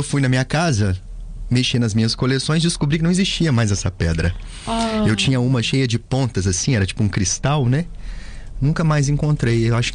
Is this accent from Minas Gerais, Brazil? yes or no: yes; Minas Gerais, Brazil; Sou de Minas.